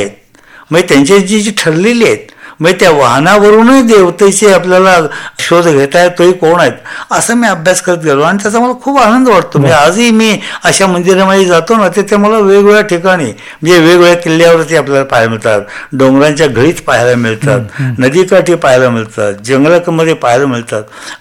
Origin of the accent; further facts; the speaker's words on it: Kolhapur, Maharashtra, India; मी कोल्हापुरात राहत होतो